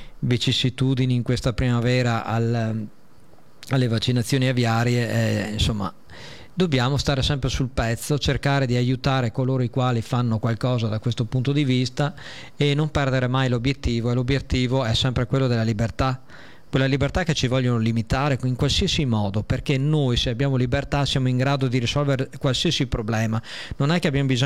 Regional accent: Veneto, Italy; come italiani, come veneti

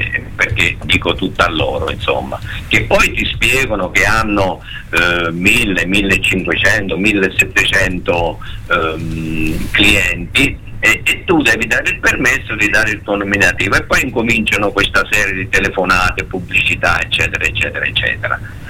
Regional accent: Tuscany, Italy; Ma io da buon toscano lo dico

